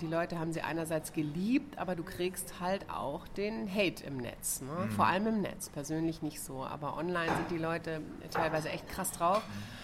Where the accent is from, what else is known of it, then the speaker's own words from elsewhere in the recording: Hamburg, Germany; born there; now in Munich, Germany; ich bin Wahlmünchnerin, gebürtige Hamburgerin